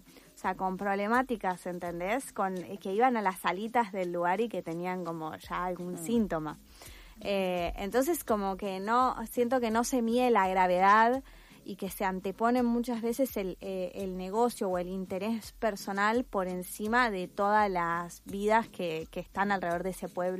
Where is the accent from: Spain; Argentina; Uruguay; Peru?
Argentina; Luján, Buenos Aires Province; Yo soy de Luján, que también es pueblo fumigado